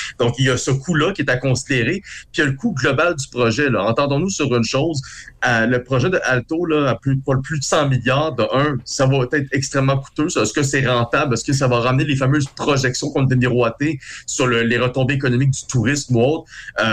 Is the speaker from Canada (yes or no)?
yes; Quebec, Canada